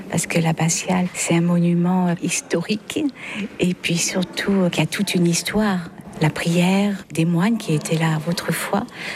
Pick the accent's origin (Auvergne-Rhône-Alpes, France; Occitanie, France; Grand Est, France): Auvergne-Rhône-Alpes, France; Ambronay; Je suis d'Ambronay et là, c'est les petits-enfants.